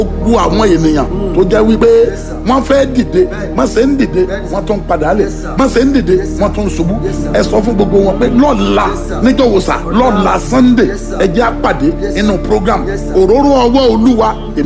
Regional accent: Ibadan, Oyo, Nigeria; Matthew, ọ̀hún kọ́ ọmọ Ìbàdàn ni mí.

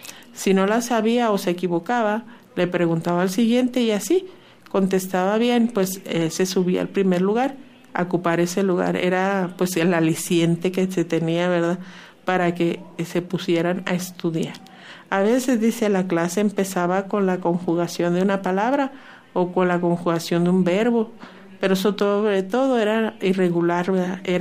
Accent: Chihuahua, Mexico; born there; Curiosamente, fíjese, yo soy nacida en Chihuahua y la colonia industrial es donde vive toda mi familia, ¿verdad?

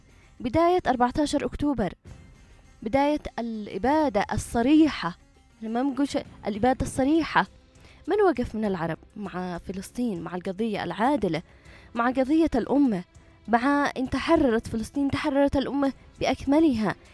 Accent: Yemen; إحنا كيمنيين بأكملنا أو بأغلبنا تهج على هذا النهج وتربى على هذا التربية وتمسك بمنهج وطريق الإمام زيد

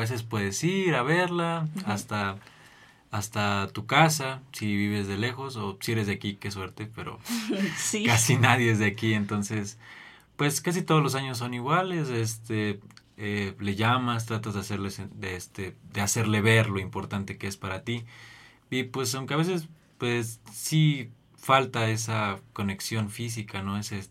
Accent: Puebla, Mexico; Yo soy del estado de Puebla.

